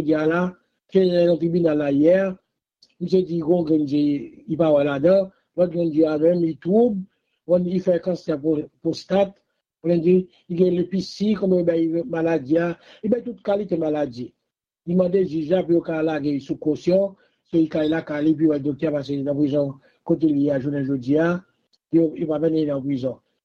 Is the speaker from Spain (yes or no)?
no; Haiti; je suis haïtien, je dis ça fort et jusqu'au bout, jusqu'à la dernière jour de ma vie. Je dis, je vais toujours être haïtien